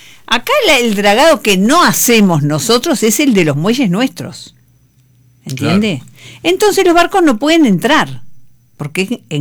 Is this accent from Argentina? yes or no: no; Montevideo, Uruguay; yo que vengo de La Teja, yo que me claro. que soy de acá.